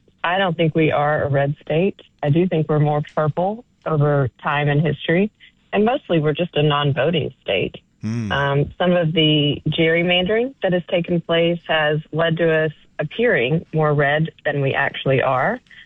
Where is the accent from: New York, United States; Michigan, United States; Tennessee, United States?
Tennessee, United States; Memphis; also born or lived in Knoxville / Nashville; am the chief public defender here in Shelby County in Memphis. I am also on the Memphis City Council. I was born and raised here in Memphis.